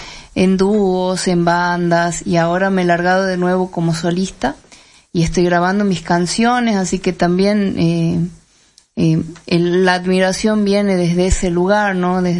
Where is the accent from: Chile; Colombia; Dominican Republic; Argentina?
Argentina; Frías, Santiago del Estero; en la ciudad de Frías, en mi ciudad natal.